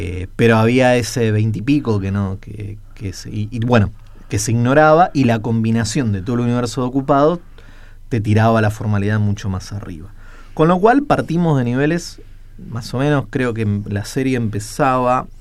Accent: Argentina; somos argentinos

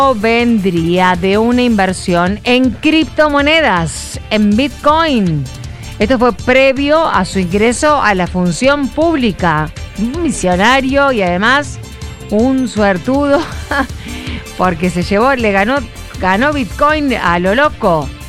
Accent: Argentina; ¿Se creen que somos giles los argentinos?

